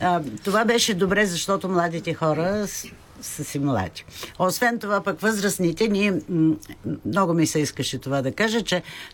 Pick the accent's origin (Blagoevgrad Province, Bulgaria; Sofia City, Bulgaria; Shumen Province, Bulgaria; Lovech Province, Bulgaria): Shumen Province, Bulgaria; Veliki Preslav; аз съм от Велики Преслав